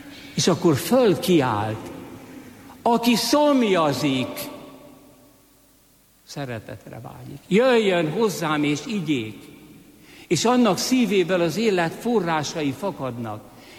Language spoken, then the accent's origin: Hungarian; Hungary; born there; Szülőfalumba Siót szabályozták.